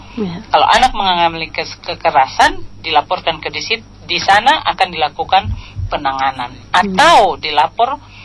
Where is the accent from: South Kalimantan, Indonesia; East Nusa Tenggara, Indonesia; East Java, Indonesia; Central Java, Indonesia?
East Nusa Tenggara, Indonesia; Kupang; Ya, kalau bahasa kita orang Kupang, dendam dibalas dengan kekerasan yang lain.